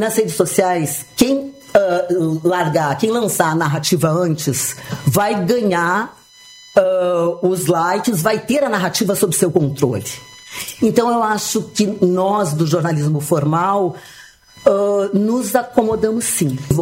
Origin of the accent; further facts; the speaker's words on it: Rio Grande do Sul, Brazil; moved away as an adult; eu como gaúcha